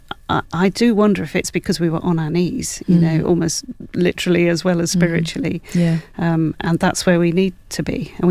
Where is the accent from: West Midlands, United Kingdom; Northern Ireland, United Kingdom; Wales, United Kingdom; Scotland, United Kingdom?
Wales, United Kingdom; I'm Welsh, and so the Welsh revival is in my blood.